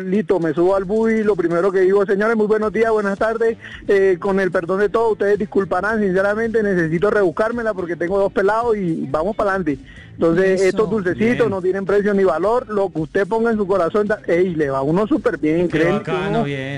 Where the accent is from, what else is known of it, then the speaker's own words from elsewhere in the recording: Bogotá, Colombia; also born or lived in Caribbean coast of Colombia; Un costeño criado en Bogotá.